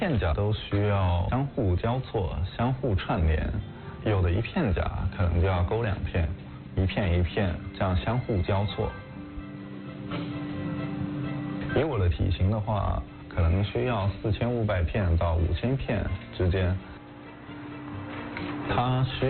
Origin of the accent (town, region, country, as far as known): Quanzhou, Fujian, China